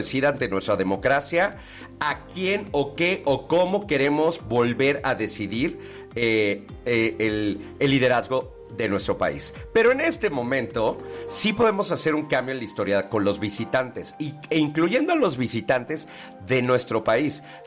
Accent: Mexico; hay una responsabilidad como mexicanos, hay una responsabilidad como anfitriones.

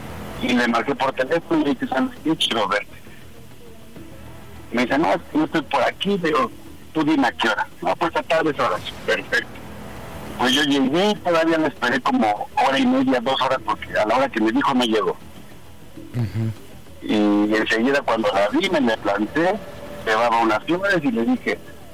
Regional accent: Nepantla, State of Mexico, Mexico; 42 años, soy de Nepantla.

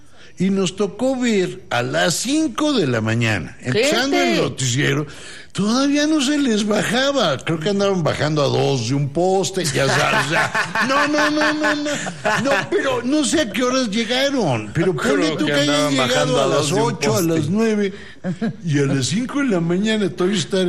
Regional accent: Mexico

